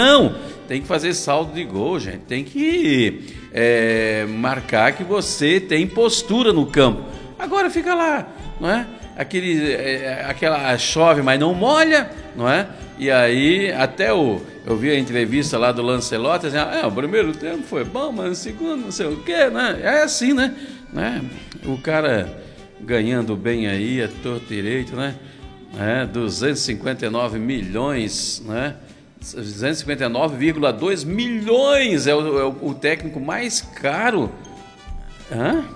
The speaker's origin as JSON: {"language": "Portuguese", "country": "Brazil", "said": "Como brasileiro, vamos torcer"}